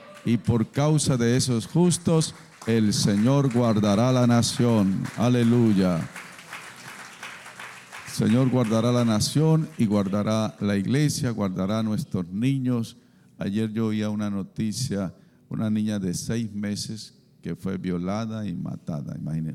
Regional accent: Colombia; Vamos a ejercer nuestro derecho como colombianos

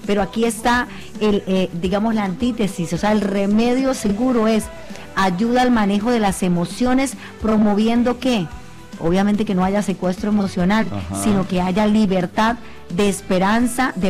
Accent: Sardinata, Norte de Santander, Colombia; born there; Mis raíces son de Sardinata, norte de Santander.

